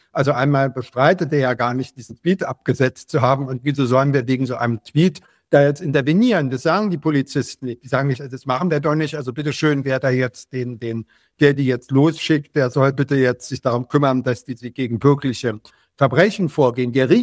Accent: Berlin, Germany; born there; Ich bin in West-Berlin geboren

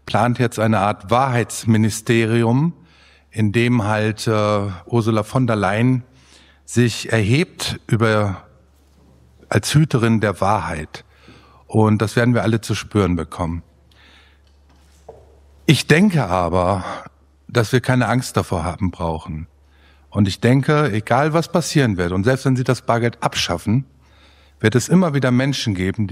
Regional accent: Hagen, North Rhine-Westphalia, Germany; von 2004 bis 2009 lief das Projekt in Hagen, in meiner Heimatstadt.

